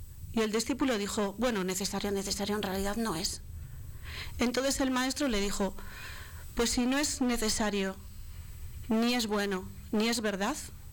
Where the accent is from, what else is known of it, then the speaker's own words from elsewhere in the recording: Bilbao, Basque Country, Spain; now in Larrabetzu, Spain; Pues mira, soy de Bilbao, pero llevo ya 14 años viviendo en un pueblo que se llama Larrabetxu.